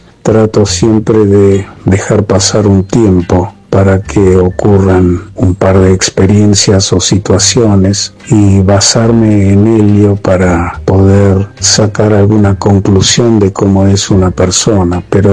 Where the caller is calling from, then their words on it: Villa Ballester, Buenos Aires Province, Argentina; vivo en Villa Ballester